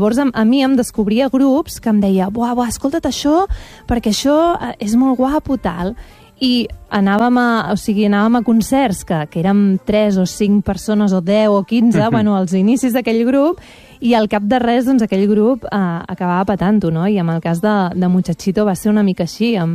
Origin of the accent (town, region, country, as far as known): Castelló d'Empúries, Catalonia, Spain; born or raised there; also born or lived in Roses